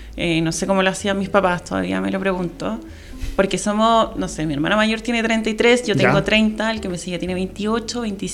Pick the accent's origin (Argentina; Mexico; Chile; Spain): Chile; San Bernardo, Santiago Metropolitan Region; soy oriunda de San Bernardo de siempre.